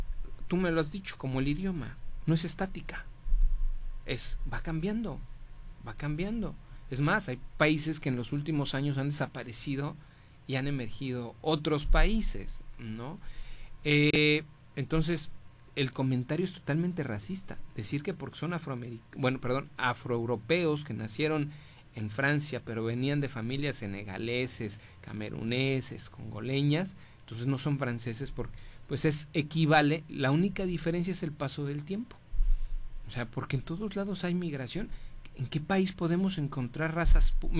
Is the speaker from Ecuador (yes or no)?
no; Mexico